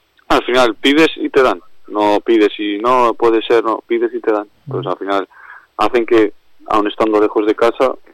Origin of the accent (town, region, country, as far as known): Logroño, La Rioja, Spain; moved away